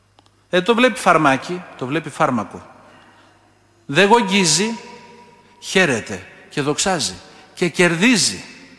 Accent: Peloponnese, Greece; Είναι από τα μέρη μου, κάτω από την Κυπαρισία.

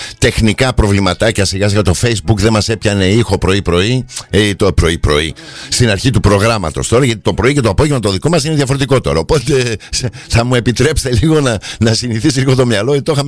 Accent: Valimitika, Western Greece, Greece; also born or lived in Athens; γιατί τώρα που βαράω εκπομπή, από τα Βαλιμίτικα είμαι, ναι, από τα Βαλιμίτικα. Αλλά είμαστε και λίγο κινητοί. Αθήνα, Βαλιμίτικα, αλλά τώρα είμαι Βαλιμίτικα.

